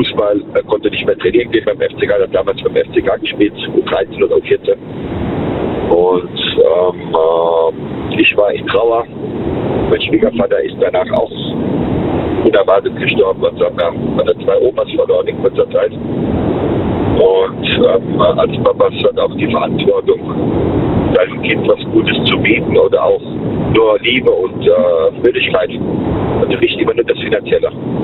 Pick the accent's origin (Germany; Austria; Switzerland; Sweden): Germany; Worms, Rhineland-Palatinate; born there